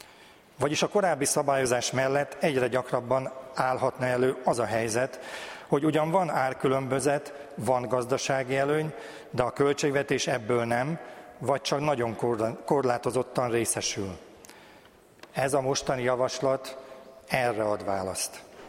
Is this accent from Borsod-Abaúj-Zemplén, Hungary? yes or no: no; Gellénháza, Zala, Hungary; Az alajdombok között, a nagylengyeli olajmezőbány eszeti központjában, Gellénházán nőttem fel. A telkünkről nap mint nap láttam a hatalmas ezüstös olajtartályokat, a szomszéd telken működő olajhimbát